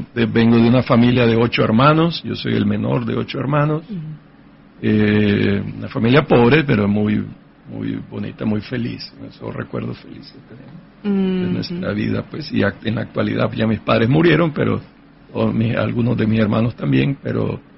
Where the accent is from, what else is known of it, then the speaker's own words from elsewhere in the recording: Managua, Nicaragua; Yo soy de Managua, Nicaragua, nací en 1963, tengo 61 años de edad.